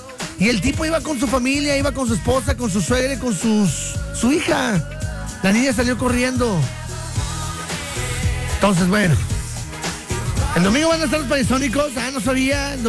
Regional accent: Mexico

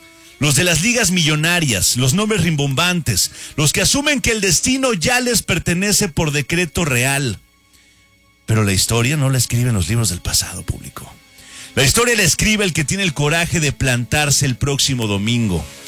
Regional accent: Mexico; Somos lo máximo mexicanos.

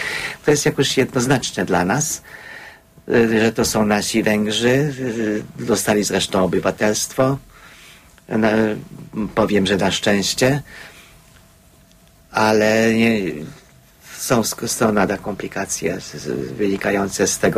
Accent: Hungary; Polish is a second language; Kiedy jechałem pociągiem z Warszawy do Moskwy, Rosjanka zapytała, gdzie mieszkam. Powiedziałem, że no, pochodzę z Węgier.

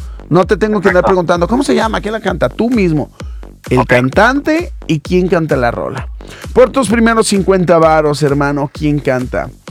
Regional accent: Mexico; Si no tienen nada bueno que decir de México, mejor no digan nada. Nacimos en esta tierra.

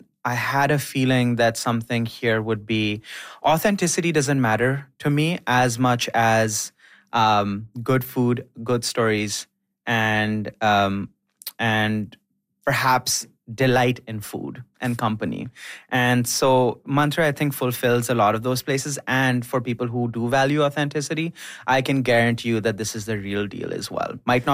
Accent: India; moved away; I have a very high bar for Indian food. I am from there. I grew up there.

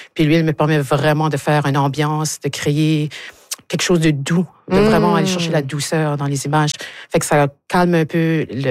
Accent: Shippagan, New Brunswick, Canada; moved away as an adult; now in Moncton, Canada; Moi, je suis originaire de Chipagan.

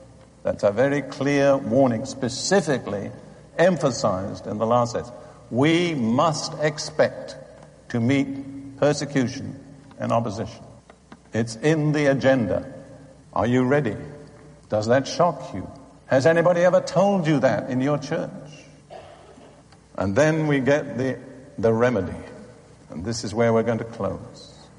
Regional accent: United Kingdom; moved away; I'm still British by background.

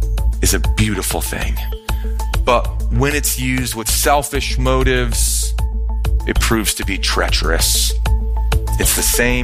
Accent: Minnesota, United States; Growing up in Minnesota, where hockey is the king of sports, one of those common responses would be … you play hockey?

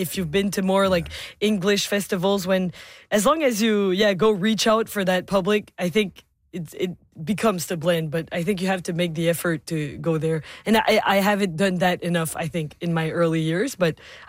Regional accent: Dieppe, New Brunswick, Canada; moved away as an adult; also born or lived in Montreal; growing up in Dieppe, right close to Moncton

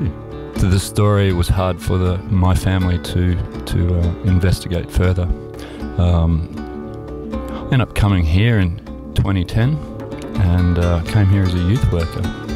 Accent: Geelong, Victoria, Australia; born there; moved away; also born or lived in Queensland; I was born in Geelong in Victoria.

